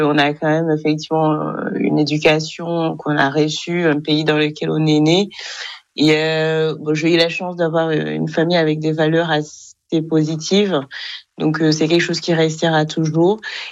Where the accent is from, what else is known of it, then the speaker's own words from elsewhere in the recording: Kigali, Rwanda; moved away as an adult; now in Limousin, France; Alors, moi, je suis née au Rwanda, dans la capitale du Rwanda, Kigali. J'ai été élevée là-bas jusqu'à mes 19 ans. À la fin de mon bac, où je suis venue en France.